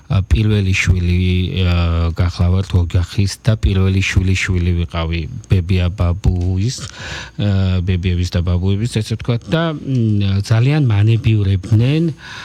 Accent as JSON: {"language": "Georgian", "town": "Poti", "region": "Samegrelo-Zemo Svaneti", "country": "Georgia", "tie": "born or raised there", "moved": "as an adult", "said": "მე ფოთში დავიბადე, სკოლა ფოთში დავამთავრე."}